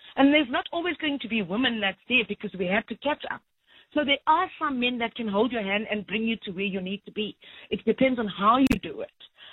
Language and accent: English; Durban, KwaZulu-Natal, South Africa; that's how we grew in Chatsworth.